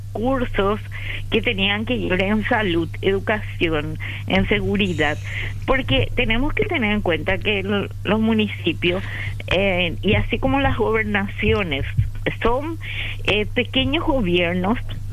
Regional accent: Paraguay

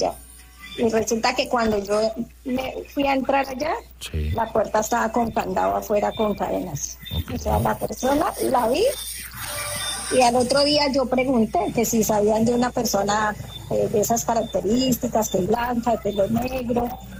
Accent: Villavicencio, Meta, Colombia; porque pues yo soy de aquí de Villavicencio

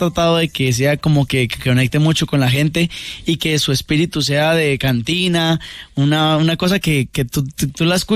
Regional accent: Caquetá, Colombia; un artista nuevamente del Caquetá

